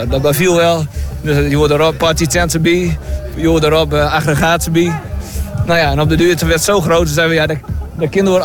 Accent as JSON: {"language": "Dutch", "town": "Stedum", "region": "Groningen", "country": "Netherlands", "tie": "born or raised there", "said": "Dat is al jaren geleden hadden we bij ons in Stedum. Nou, daar was het een trapveldje. En ik woonde door vlakbij zo in de tijd nog, in Olderlijk Hoes."}